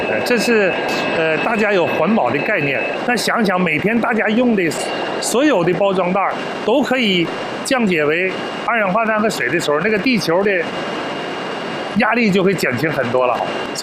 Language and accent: Chinese; Yingkou, Liaoning, China; 我从小就在这个河边长大，创业了20年